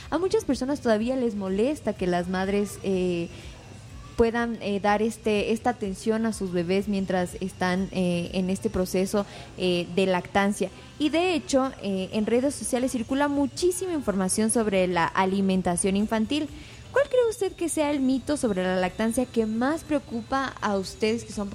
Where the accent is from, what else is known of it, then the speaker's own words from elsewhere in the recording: Ambato, Tungurahua, Ecuador; yo vengo de Ambato